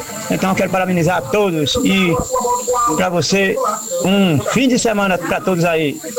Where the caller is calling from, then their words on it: Penedo, Alagoas, Brazil